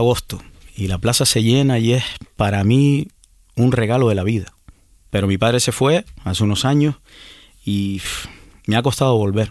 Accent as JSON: {"language": "Spanish", "town": "Telde", "region": "Canary Islands", "country": "Spain", "tie": "born or raised there", "said": "Del agua, donde el agua baila, allí en el Lomo Magullo"}